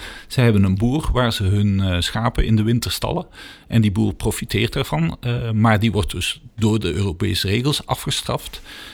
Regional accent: Essen, Flanders, Belgium; moved away as an adult; also born or lived in Cameroon; Ik kom van Essen. Ik ben 20 jaar in Essen opgegroeid vooraleer. Ik ben uitgewaaid naar Cameroen, terug naar Putten.

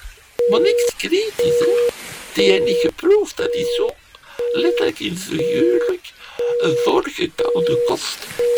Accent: Belgium; Alleen, als Belg moet maar geen slechte frietjes serveren, hè.

